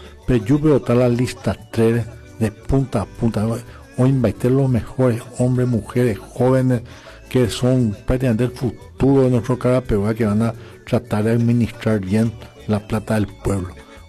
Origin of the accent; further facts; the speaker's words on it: Paraguay; porque hoy contemos, todos somos paraguayos y necesitamos que haga una buena administración.